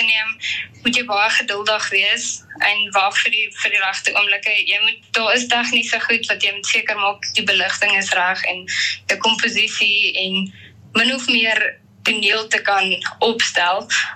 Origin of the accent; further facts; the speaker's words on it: Bothaville, Free State, South Africa; Ek kom van Botawil af